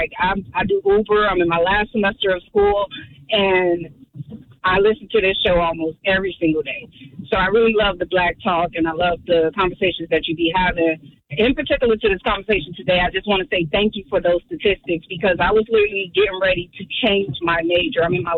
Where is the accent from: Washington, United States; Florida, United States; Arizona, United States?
Florida, United States; now in Milwaukee, United States; So I'm actually new to Milwaukee. I'm from Florida. I'm only here for a good time, not a long time.